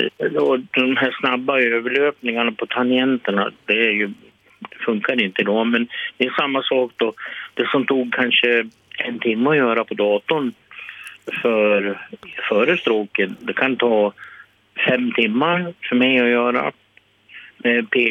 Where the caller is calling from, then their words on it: Vilhelmina, Västerbotten County, Sweden; Jag är västerbottning. Jag kommer från Vilhelmina.